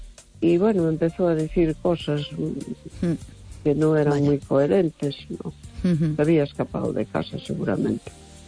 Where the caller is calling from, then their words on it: A Coruña, Galicia, Spain; de Coruña.